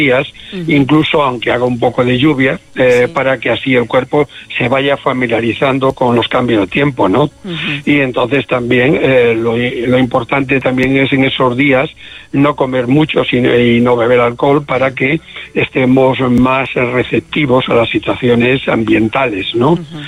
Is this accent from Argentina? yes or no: no; Galicia, Spain; Como buen gallego voy allí.